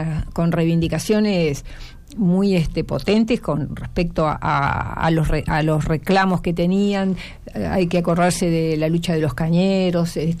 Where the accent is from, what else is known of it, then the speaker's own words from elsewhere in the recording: Tacuarembó, Uruguay; born there; also born or lived in Paso de los Toros; yo estudié, viví, nací en Tacuarembó, después mis padres me llevaron a vivir a Paso de los Toros, pero volví a Tacuarembó a hacer preparatorio porque Paso de los Toros en ese momento no tenía.